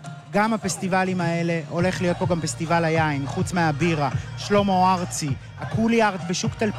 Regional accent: Haifa, Haifa District, Israel; אנחנו כחיפאים גדלנו על כל המוסדות.

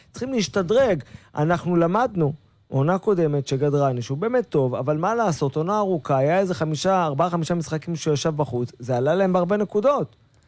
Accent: Eilat, Southern District, Israel; מה, אצלנו באילת, היה לו דוכן, הוא היה עובד אצל אמא שלו בדוכן, אתה יודע.

